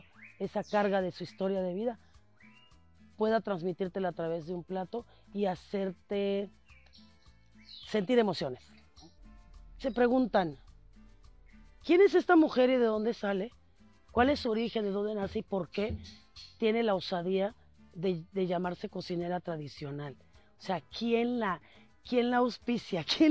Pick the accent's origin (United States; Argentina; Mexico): Mexico; cuenta como mexicano que, porque a veces perdemos eso, perdemos esa, la conciencia de que estamos en un gran país con una diversidad impresionante en todos los sentidos, y a veces como mexicano nosotros no lo valoramos.